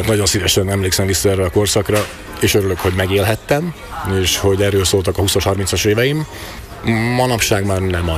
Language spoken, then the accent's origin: Hungarian; Nové Zámky, Nitra Region, Slovakia; also born or lived in London; Újvár és környékén azt hiszem, hogy itt leginkább, mert innen származunk.